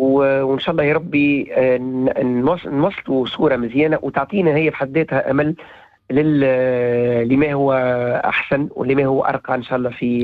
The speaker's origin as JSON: {"language": "Arabic", "country": "Tunisia", "said": "فخر لينا كتوانسة"}